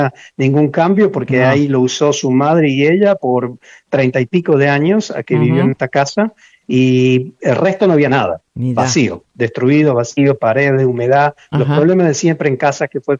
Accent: Villa María, Córdoba, Argentina; nosotros somos de Villa María, provincia de Córdoba

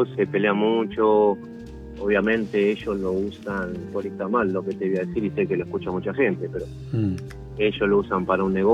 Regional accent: San Justo, Argentina; De San Justo, señor.

